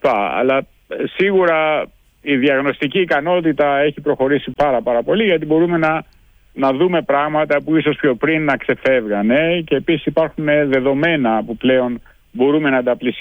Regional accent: Gytheio, Peloponnese, Greece; moved away as an adult; also born or lived in Switzerland; now in United States; Πρώτα τελείωσα στο γυμνάσιο και στο λύκειο στο Γήθιο.

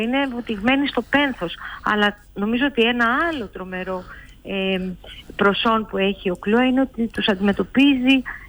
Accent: Kefalonia, Ionian Islands, Greece; moved away; εγώ είμαι από την Κεφαλονιά

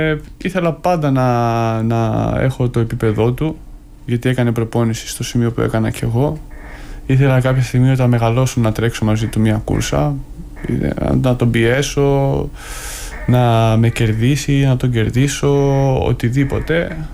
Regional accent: Thessaloniki, Central Macedonia, Greece; είμαι και από τη Θεσσαλονίκη.

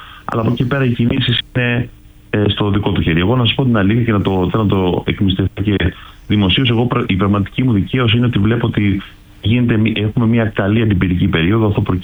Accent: Crete, Greece; εγώ βάζω μέσα και την Κρήτη, τον τόπο μου

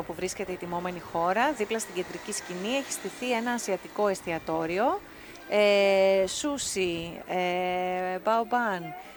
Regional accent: Greece; εμείς σαν Έλληνες

